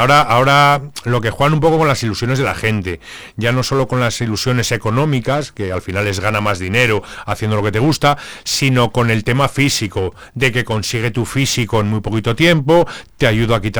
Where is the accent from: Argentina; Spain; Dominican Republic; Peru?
Spain; Zamora, Castile and León; y cuando me encuentro a mis compañeros saben que yo soy de Zamora.